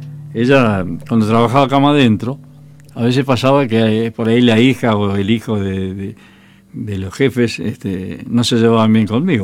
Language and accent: Spanish; Villa Diamante, Buenos Aires Province, Argentina; also born or lived in Monte Grande; nací en Monte Grande, me crié en Villa Diamante, que a dos cuadras de mi casa estaba la zapatería de Horacio Cavallo cuando era campeón mundial